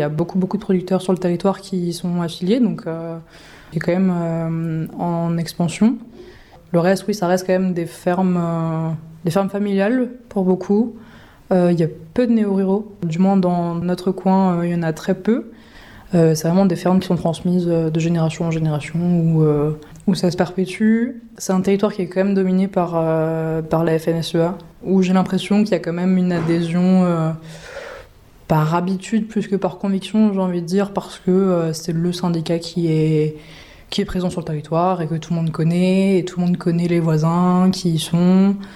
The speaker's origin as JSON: {"language": "French", "region": "Grand Est", "country": "France", "tie": "born or raised there", "said": "j'ai 22 ans. Je viens d'Alsace, un petit peu au sud de Strasbourg, où je suis née, où j'ai grandi"}